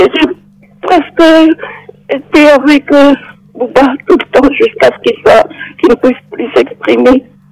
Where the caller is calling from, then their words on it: France; J'appelle de Métropole.